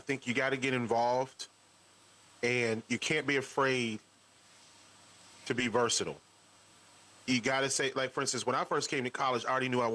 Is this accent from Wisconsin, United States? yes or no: yes; Beloit, Wisconsin, United States; when I grew up in Beloit, Wisconsin. We're not talking about the Mecca for urban radio.